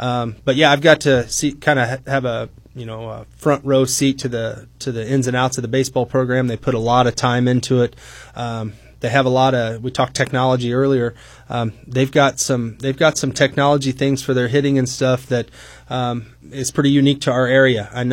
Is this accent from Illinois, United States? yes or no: yes; Lincolnwood, Illinois, United States; We have a co-op with Lincolnwood, which is my hometown stomping grounds.